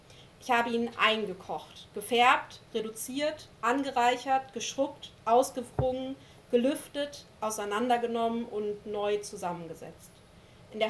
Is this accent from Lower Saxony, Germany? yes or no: yes; Lower Saxony, Germany; born there; Genau, ihr wisst schon, ich bin im Wendland geboren, da ist einfach ein Umfeld, was so sehr widerständig alternativ ist. Ich bin in einer akademisch geprägten Familie aufgewachsen, das war ein sehr unterstützendes Umfeld.